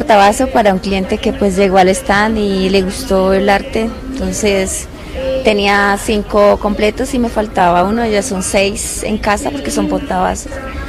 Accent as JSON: {"language": "Spanish", "town": "Nazareth", "region": "Amazonas", "country": "Colombia"}